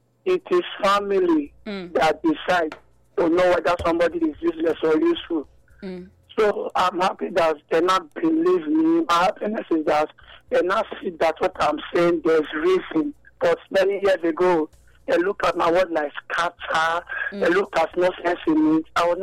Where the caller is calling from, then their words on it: Benin City, Edo, Nigeria; I'm calling from Benin City, Ugbowo Road.